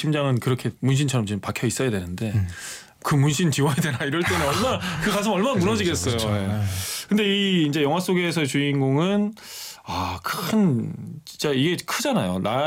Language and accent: Korean; Ulsan, South Korea; 저도 이제 울산이고